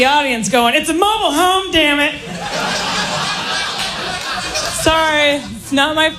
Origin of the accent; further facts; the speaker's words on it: Amarillo, Texas, United States; now in California, United States; Yeah, I'm originally from Amarillo, Texas. I moved to California.